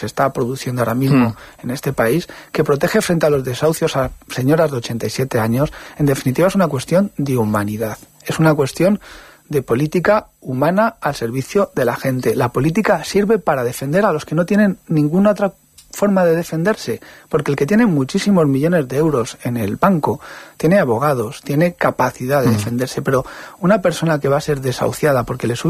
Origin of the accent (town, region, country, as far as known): Spain